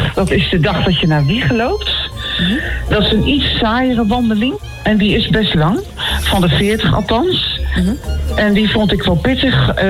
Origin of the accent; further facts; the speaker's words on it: Nijmegen, Gelderland, Netherlands; Nou, ik ben deels opgegroeid in Nijmegen.